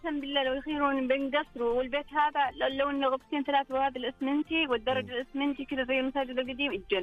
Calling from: Jeddah, Makkah Province, Saudi Arabia; لا من جدة.

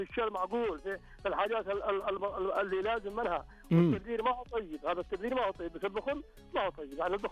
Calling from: Taif, Makkah Province, Saudi Arabia; أكلمك من المصيف الدوري الطائف

